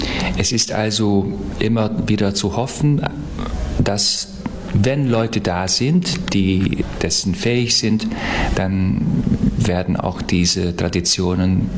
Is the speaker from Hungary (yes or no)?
yes; Vas County, Vas, Hungary; now in Budapest, Hungary; Ich komme aus Westungarn, aus Vasmegye.